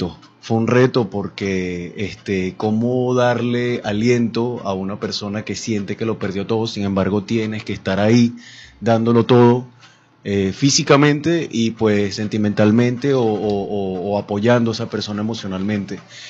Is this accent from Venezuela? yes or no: yes; Venezuela; eso es lo que nos identifica a nosotros como pueblo venezolano